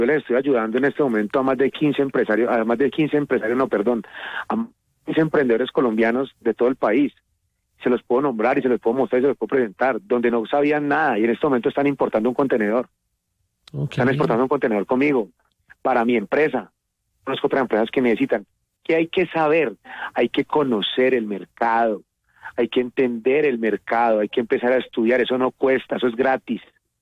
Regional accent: Colombia; now in Round Rock, United States; soy un restaurante número uno en la ciudad de Round Rock, Texas, donde son puros gringos y nosotros como colombianos, y tengo una bandera en el techo de Colombia

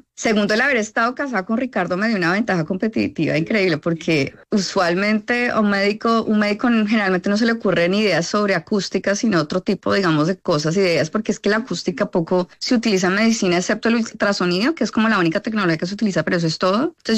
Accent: Neiva, Huila, Colombia; otro colombiano, yo soy de Neiva, huilense

